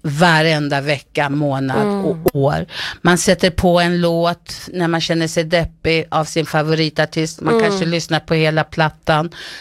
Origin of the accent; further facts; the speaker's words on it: Vingåker, Södermanland, Sweden; Alltså, jag är uppvuxen i utanför Vingåker, men jag gick ju i skolan i Vingåker.